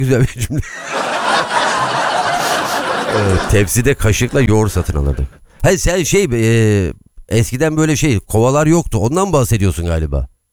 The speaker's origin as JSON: {"language": "Turkish", "region": "Istanbul", "country": "Turkey", "tie": "born or raised there", "said": "Şimdi ben Aksaray Yeni Kapı'da doğup büyüdüm. Tren istasyonu bize çok yakındı."}